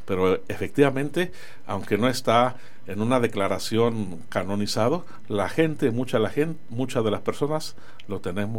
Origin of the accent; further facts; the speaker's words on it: San José de la Isla, Zacatecas, Mexico; iba a mi pueblo San José de la Isla, a una quinta, a una casa grande.